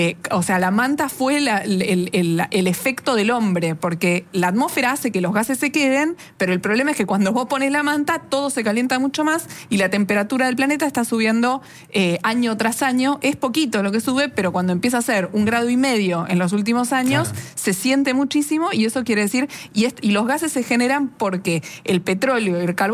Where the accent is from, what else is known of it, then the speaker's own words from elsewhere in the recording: Argentina; los países como la Argentina